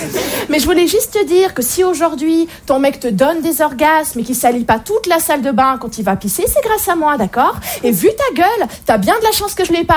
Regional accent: Switzerland; Alors oui, je viens de Suisse

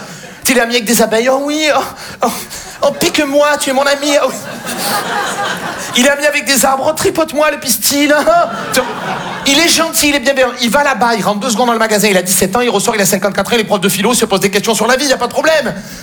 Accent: Marseille, Provence-Alpes-Côte d'Azur, France

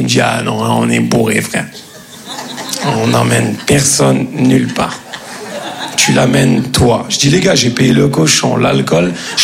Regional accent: Grand Est, France; comme on dit chez nous en Lorraine.

